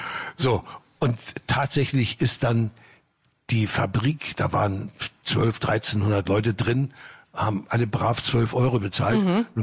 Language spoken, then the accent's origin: German; Hamburg, Germany; weil ich bin auf dem Kiez eigentlich groß geworden.